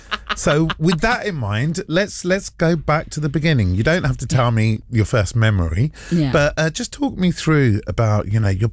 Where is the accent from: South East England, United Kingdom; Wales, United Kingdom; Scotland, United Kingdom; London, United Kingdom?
London, United Kingdom; Hounslow; I grew up in Hounslow. I only realise now, quite closed off